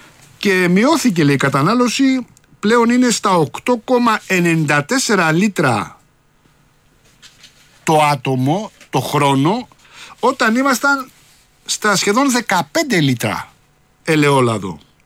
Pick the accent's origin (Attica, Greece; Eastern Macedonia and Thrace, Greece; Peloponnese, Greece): Attica, Greece; Rafina; born or raised there